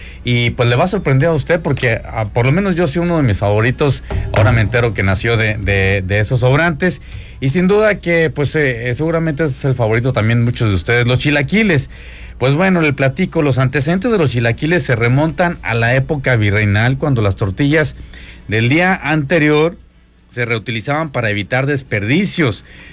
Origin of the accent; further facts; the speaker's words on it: Mexico; el mexicano, pues somos de buen diente